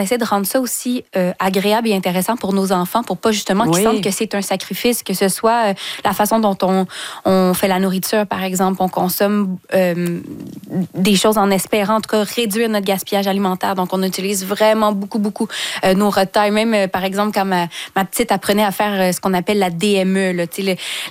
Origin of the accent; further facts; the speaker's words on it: Saint-Hyacinthe, Quebec, Canada; Mais tu vois, moi, je venais du 450, je viens de Saint-Hyacinthe, donc j'avais ma voiture depuis que je suis adolescente.